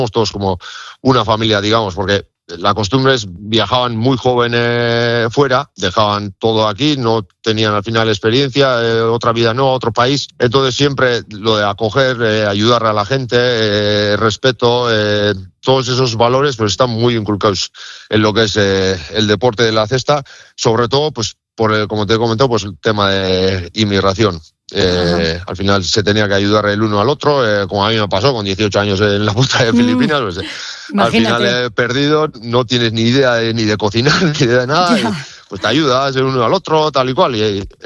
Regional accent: Markina-Xemein, Basque Country, Spain; yo también vengo de Markina, que es un pueblo pues que está muy unido a la cesta punta. Medio pueblo es americano.

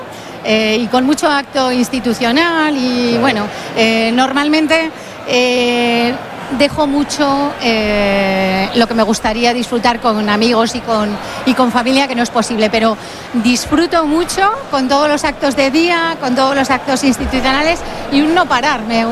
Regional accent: Pamplona, Navarre, Spain; la gente que somos de Pamplona

